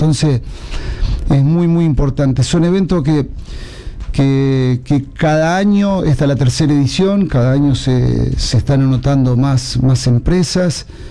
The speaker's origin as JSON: {"language": "Spanish", "region": "Santa Fe", "country": "Argentina", "tie": "born or raised there", "said": "En Migán. En Migán, bien pueblerino, de campo, mis padres, toda la vida en el campo, tenían cabaña de cerdo"}